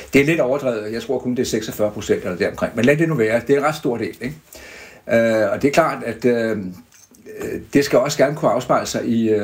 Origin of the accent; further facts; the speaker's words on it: Capital Region of Denmark, Denmark; fordi jeg er jo bornholmer.